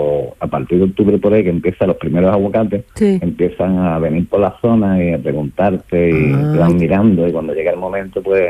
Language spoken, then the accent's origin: Spanish; San Fernando, Andalusia, Spain; porque yo soy de San Fernando, Cabri, donde era … las tortillitas de camarones